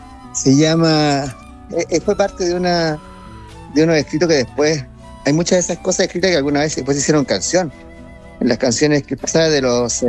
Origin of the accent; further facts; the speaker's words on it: Tarapacá, Chile; moved away as an adult; siempre quería volver, porque usted sabe que a mí me gusta mi tierra, mi norte.